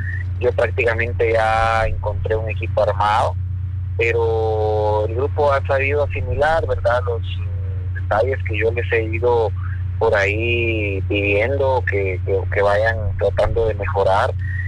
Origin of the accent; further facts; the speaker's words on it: Jalapa, Guatemala; yo soy acá de Jalapa